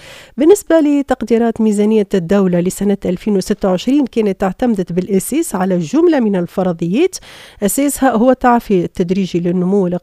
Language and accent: Arabic; Tunisia; احنا توا عندنا في تونس